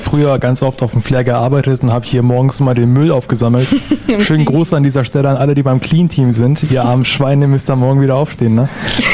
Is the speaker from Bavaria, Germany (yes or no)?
no; Eschwege, Hesse, Germany; now in Mannheim, Germany; ich bin hier aufgewachsen, ich bin nicht geboren in Eschweger.